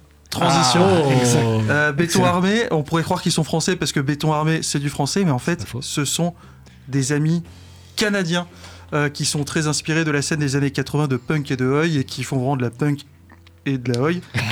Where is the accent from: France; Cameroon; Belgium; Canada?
France; en tant que Français